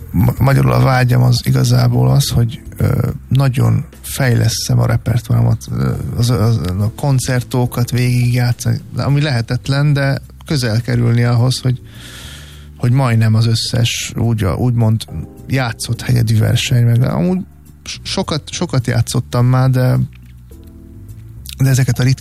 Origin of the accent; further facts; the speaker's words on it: Brussels, Brussels-Capital Region, Belgium; also born or lived in Hungary; azért is élek ott. Meg hát ott is nőttem fel